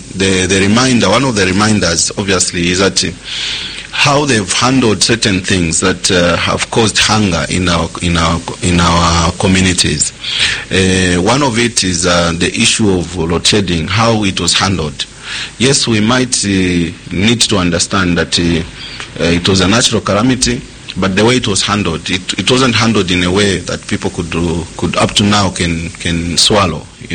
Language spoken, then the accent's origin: English; Lusaka, Lusaka Province, Zambia; I'm born and bred in Munali constituency. I was born in Mutendere, grew up in Mutendere.